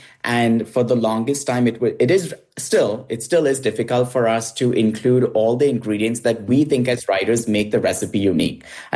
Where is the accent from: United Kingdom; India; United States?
India; moved away; I grew up in India